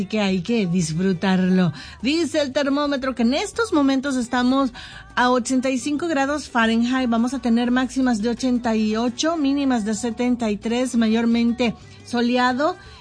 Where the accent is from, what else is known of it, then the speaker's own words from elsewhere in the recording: Managua, Nicaragua; now in Cleveland, United States; en mi ciudad natal, allá en Nicaragua, en Managua